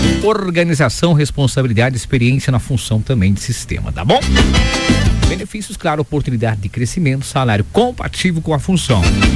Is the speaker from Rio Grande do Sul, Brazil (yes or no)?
no; Rebouças, Paraná, Brazil; Pessoal na cidade de Rebouças, a minha terra querida.